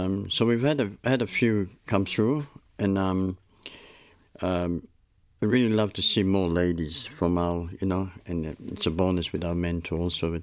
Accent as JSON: {"language": "English", "country": "Papua New Guinea", "lives_now": "Australia", "said": "we're all from Papua New Guinea, we all got PNG heritage, and we live here in Australia."}